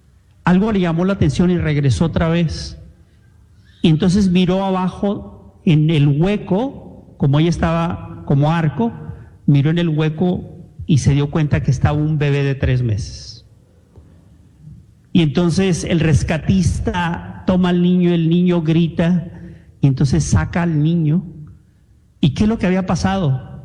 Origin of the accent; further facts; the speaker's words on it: Mexico; moved away; Yo como mexicano